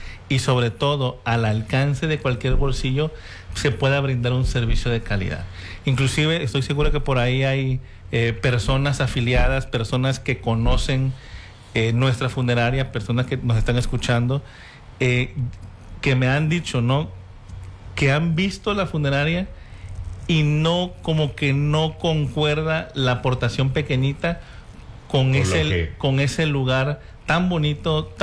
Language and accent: Spanish; Villahermosa, Tabasco, Mexico; tenemos aquí ya 6 años en Villahermosa. Yo soy de Villahermosa, ¿no?